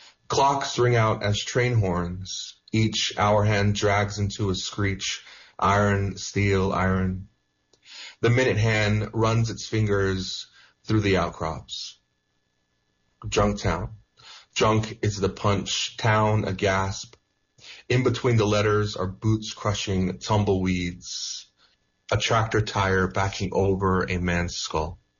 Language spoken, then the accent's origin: English; Gallup, New Mexico, United States; I have a very ambivalent relationship with Gallup. Again, I consider it my hometown, right? As a border town, it carries so much of my childhood, right? I feel like my memories of Gallup and growing up are sort of divided.